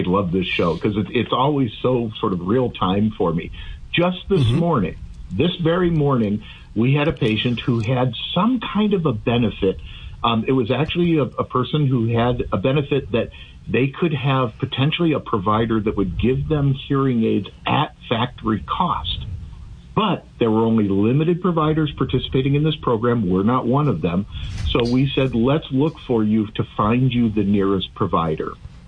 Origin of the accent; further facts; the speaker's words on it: Ohio, United States; I know where Dayton is. I'm from Ohio. It's 1,100 miles away from here.